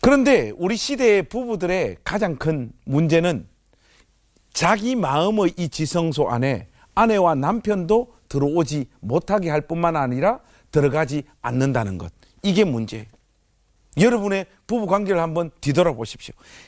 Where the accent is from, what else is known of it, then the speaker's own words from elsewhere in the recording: Gyeongsang, South Korea; 제가 경상도 남자잖아요.